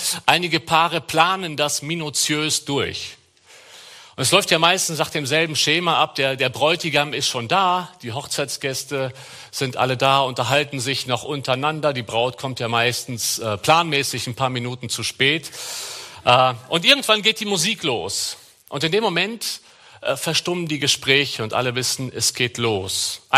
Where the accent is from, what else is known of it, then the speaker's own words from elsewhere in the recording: Cologne, North Rhine-Westphalia, Germany; Wir fühlen uns als Kölner sehr mit euch hier verbunden durch Jesus Christus.